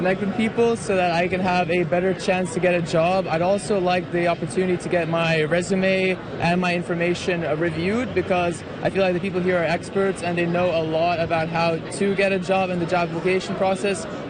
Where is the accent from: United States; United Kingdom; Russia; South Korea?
Russia; now in Canada; I'm from Russia, but right now I'm studying in Canada.